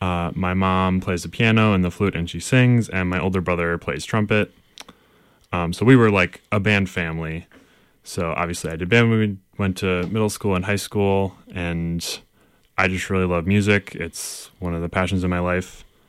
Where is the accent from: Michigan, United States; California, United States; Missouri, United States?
Michigan, United States; Clarkston; moved away as an adult; now in East Jordan, United States; Yes, so I'm originally from Clarkston, Michigan in Oakland County, downstate. Lived there my whole life, went to all my school there.